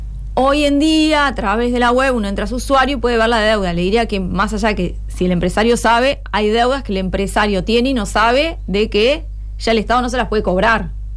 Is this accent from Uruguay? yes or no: yes; Rivera, Uruguay; Por ejemplo, vengo de Rivera, donde la frontera es diferente de lo que puede pasar aquí en Tacuarembó.